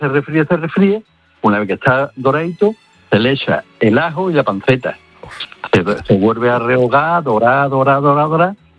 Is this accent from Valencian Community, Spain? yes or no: no; Morón de la Frontera, Andalusia, Spain; El plato, bueno, yo soy paisano de Naranjo, soy de Morón de la Frontera.